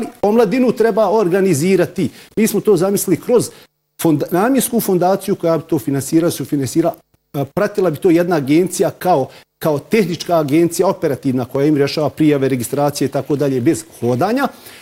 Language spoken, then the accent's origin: Bosnian; Velika Kladuša, Federation of Bosnia and Herzegovina, Bosnia & Herzegovina; evo ja sam iz Velike Kladušće, iz Todorova gdje sam rođen